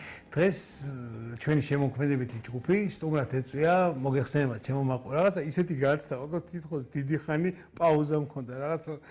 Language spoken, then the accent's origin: Georgian; Tbilisi, Georgia; ვიმყოფები ჯერ სადაც დავიბადე და გავიზარდე ფიქრის გორაზე.